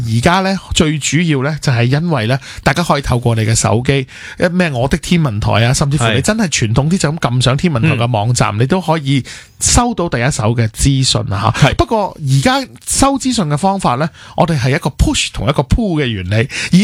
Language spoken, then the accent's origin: Cantonese; Hong Kong